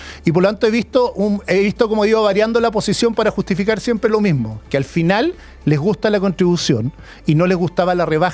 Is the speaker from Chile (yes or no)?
yes; Las Condes, Santiago Metropolitan Region, Chile; yo me crié en Las Condes, en la parte pobre de Las Condes. Color 9000, Santa Cita 92274, esa era mi casa. Estudié en un liceo público de Las Condes.